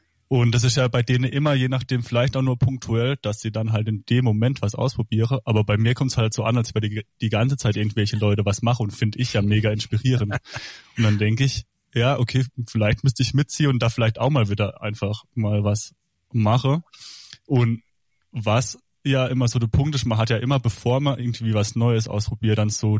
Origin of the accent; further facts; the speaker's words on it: Baden-Württemberg, Germany; accent: Badisch; Also ich komme aus dieser Hoberg-Bubble, was man an meinem Dialekt wahrscheinlich hört